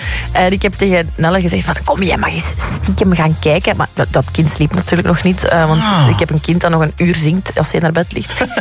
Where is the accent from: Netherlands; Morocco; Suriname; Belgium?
Morocco; moved away; Ja, ik moet zeggen, als kind in Marokko kochten wij ook wel heel vaak namaak.